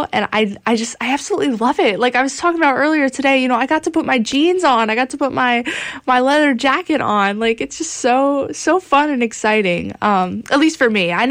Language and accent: English; Dayton, Ohio, United States; moved away as an adult; now in Bowling Green, United States; we are in Bowling Green, which is way closer to Sandusky. My hometown is Dayton, Ohio